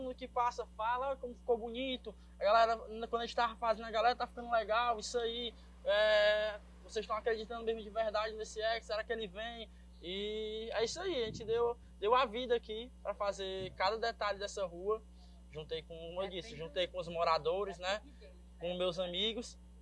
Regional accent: Brazil; Sim, eu moro aqui desde quando eu me entendo por gente, desde quando eu nasci. Eu sou aqui do Jardim das Oliveiras, minha família toda daqui, meus amigos. Minha vida toda foi aqui no Jardim das Oliveiras.

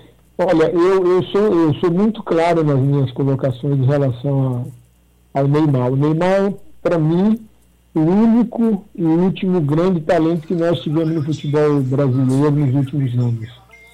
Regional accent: Ceará, Brazil; E é isso que eu, como cearense e como e bairrista como eu sou

